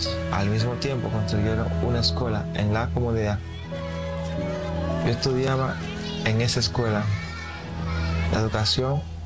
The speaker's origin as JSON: {"language": "Spanish", "country": "Dominican Republic", "tie": "born or raised there", "said": "Septiembre de 1998, el huracán George azotó la República Dominicana. Mi ciudad natal sufrió una devastación masiva, incluyendo a mis padres y a los residentes de la comunidad."}